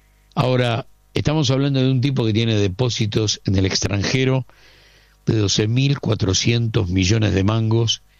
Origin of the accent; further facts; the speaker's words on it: Argentina; Digo porque somos Argentina.